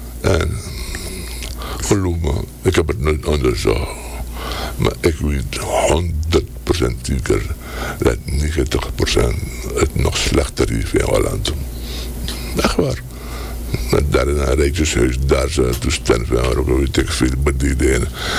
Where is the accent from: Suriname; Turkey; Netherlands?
Suriname